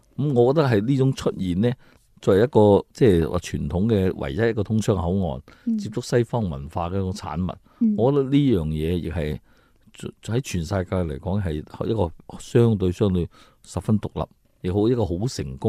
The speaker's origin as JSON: {"language": "Chinese", "region": "Guangdong", "country": "China", "said": "所以现在我们广东人粤语还是叫做马路"}